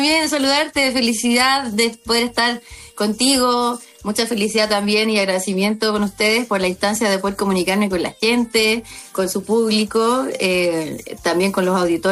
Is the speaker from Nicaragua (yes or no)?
no; Chile; also born or lived in Mexico; Justamente antes de pandemia viví 7 años en México, no se me pegó el acento tanto, pero pero estando allá sí uno habla un poquito más modulado y todo más pausadito para que puedan entenderme bien, porque nosotros hablamos muy rápido, los chilenos hablamos muy rápido.